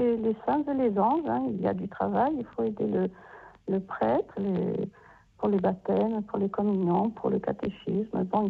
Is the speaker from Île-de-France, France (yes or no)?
no; Corsica, France; comme on disait chez nous en Corse, à church.